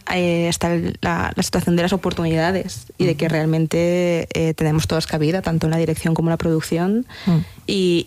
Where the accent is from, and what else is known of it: Valencia, Valencian Community, Spain